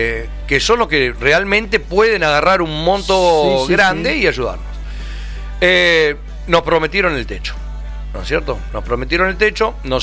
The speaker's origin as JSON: {"language": "Spanish", "country": "Argentina", "said": "me gusta jugar al truco, ¿viste? Como todo argentino."}